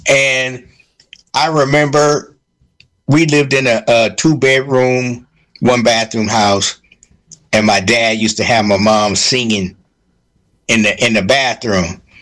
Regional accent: Oakland, California, United States; And my mother and father had a band that was really good. And, you know, growing up in Oakland … they all came to my dad's studio.

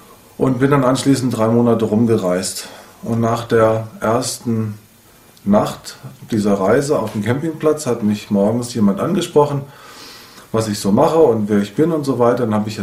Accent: Hesse, Germany; moved away; Auf diesem Bauernhof bin ich groß geworden. Der liegt in einem kleinen Dorf in Nordhessen.

